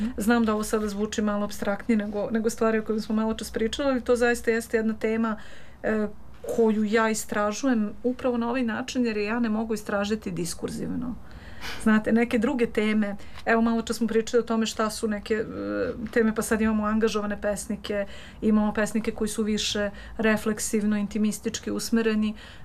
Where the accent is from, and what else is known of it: Belgrade, Serbia; born or raised there